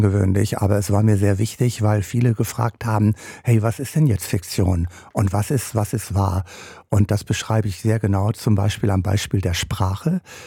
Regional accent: Büren, North Rhine-Westphalia, Germany; Ich bin aufgewachsen in der Nähe von Paderborn in der sogenannten Wewelsburg. Das ist die ehemalige Himmlerburg.

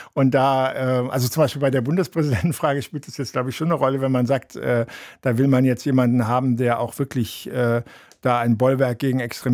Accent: Rhineland-Palatinate, Germany; born there; now in Berlin, Germany; auch wenn Rheinland-Pfalz, also nicht Rheinland-Pfalz, aber die Gegend ja kurz davor noch zu Bayern gehört hatte, ja, dann hätte ich einen bayerischen Pass bekommen.

